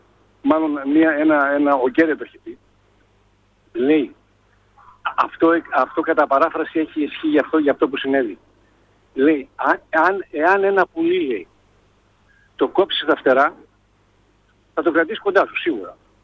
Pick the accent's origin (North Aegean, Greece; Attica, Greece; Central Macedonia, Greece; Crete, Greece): Central Macedonia, Greece; Veria; Από Βέρεια.